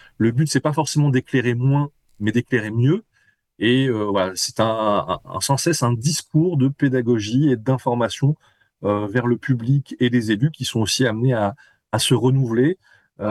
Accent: France

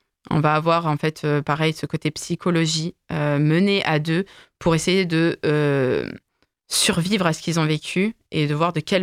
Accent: France; accent: French; Non, j'ai mon petit accent français.

